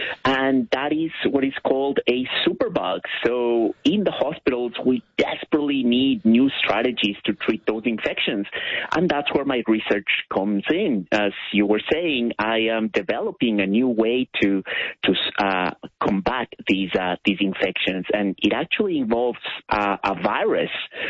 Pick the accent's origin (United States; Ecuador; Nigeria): Ecuador; moved away as an adult; now in Victoria, Australia; I am originally from Ecuador. Yes, I've been here in Australia for almost 10 years. Excitingly, I will become an Australian citizen next week.